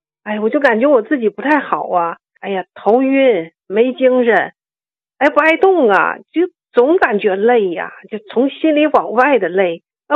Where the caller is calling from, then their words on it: Chaoyang, Liaoning, China; 我是那个辽宁朝阳的。